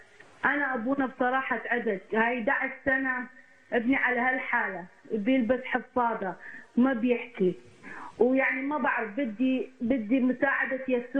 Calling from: Canada

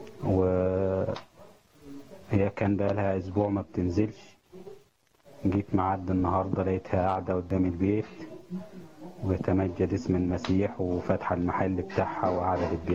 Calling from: Giza, Giza Governorate, Egypt; من الجيزة.

